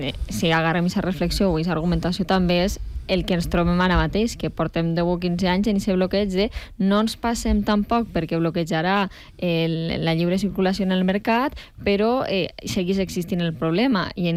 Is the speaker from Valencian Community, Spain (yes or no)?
yes; Castellón de la Plana, Valencian Community, Spain; en el meu poble, en Castelló